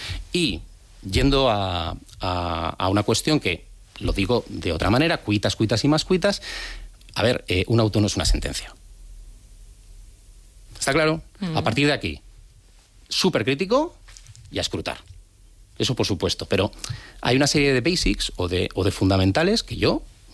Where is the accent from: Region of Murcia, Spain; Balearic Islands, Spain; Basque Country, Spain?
Basque Country, Spain; San Sebastián; now in Madrid, Spain; yo cuando llegué de Donosti a Madrid